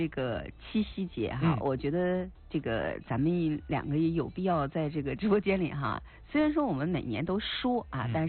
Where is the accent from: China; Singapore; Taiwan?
China; 咱们中国人